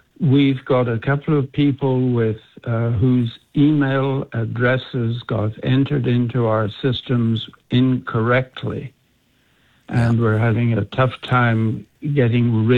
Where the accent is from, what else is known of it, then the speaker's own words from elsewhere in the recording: Ireland; also born or lived in Cork / Dublin; Oh, born in the north and raised in the south.